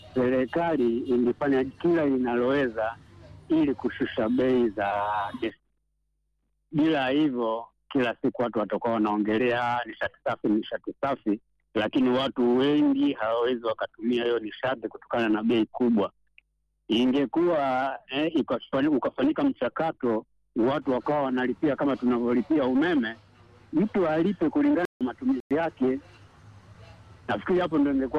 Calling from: Kisarawe, Pwani, Tanzania; kutoka Kisanga Kisarawe.

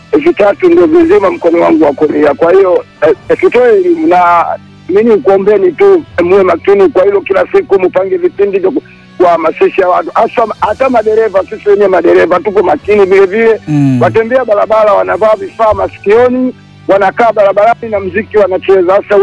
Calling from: Rufiji, Pwani, Tanzania; naongea nipo Rufiji hapa Moro.

